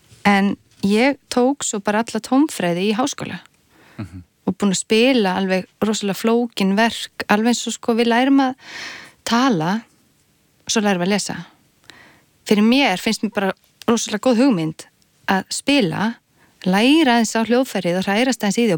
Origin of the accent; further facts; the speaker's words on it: Hafnarfjörður, Capital Region, Iceland; also born or lived in Reykjavík / Skógar; og ég fædd í Reykjavík. Og ég bjó á skóum undir Eyjafjöllum, svo flutti ég í Hafnarfjörð, mm-hmm. ólingsárunum, mm-hmm. og ég bý ennþá í Hafnarfjörði.